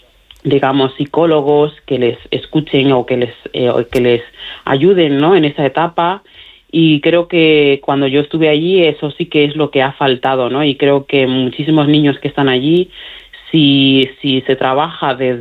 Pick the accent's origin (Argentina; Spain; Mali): Mali; Hablo mejor el castellano y el gallego que mi propio dialecto. Ajá. Y la suerte que tengo es que tengo una pareja maravillosa que también es de Mali y estamos volviendo a retomar el dialecto.